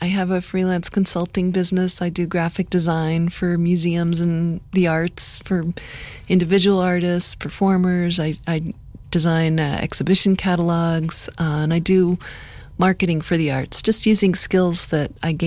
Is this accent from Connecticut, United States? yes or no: yes; Tolland, Connecticut, United States; moved away as an adult; now in New Mexico, United States; Where I grew up was in Connecticut, in a small town called Tolland, near the University of Connecticut, near Storrs. And I came to New Mexico for graduate school in 1989